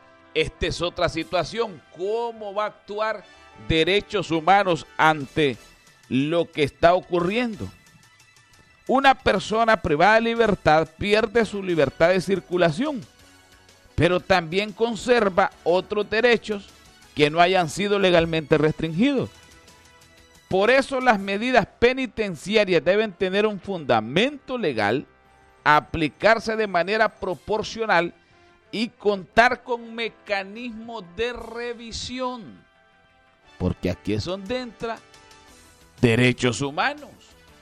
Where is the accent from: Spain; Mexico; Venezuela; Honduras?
Honduras; nosotros, como hondureños